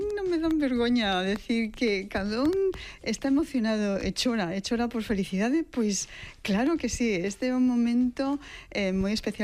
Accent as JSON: {"language": "Galician", "town": "Monte", "region": "Galicia", "country": "Spain", "tie": "born there", "said": "con moitos amigos e con moitas amigas que veñen da miña aldea, onde eu nacín, na aldea do Monte"}